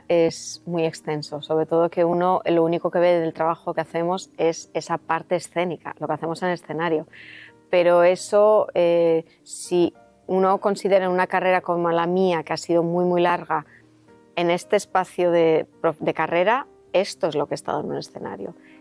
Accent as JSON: {"language": "Spanish", "town": "Zumaia", "region": "Basque Country", "country": "Spain", "said": "yo soy de Zumaya, un pueblo que hoy en día tiene 10.000 habitantes y en la época ni eso."}